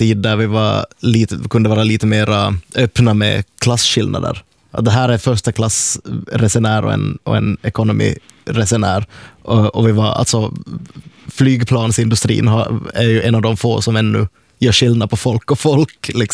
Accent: Nykarleby, Ostrobothnia, Finland; Jag är från Nykave. Det var höjden på fröjden att få till Vasa och simma på Tropiklandia och få till Rax efteråt.

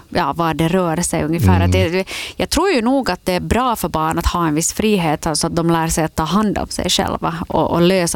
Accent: Vaasa, Ostrobothnia, Finland; now in Espoo, Finland; Alltså, jag är uppvuxen i Gamla Vasa som var ett sådant här villaområde.

